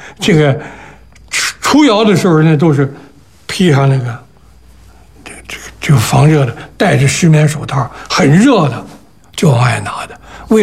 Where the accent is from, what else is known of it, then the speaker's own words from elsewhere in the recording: Harbin, Heilongjiang, China; 我是从哈尔滨第三中学考来的，哈尔滨第三中学是在国内也是知名的学校，学校非常漂亮。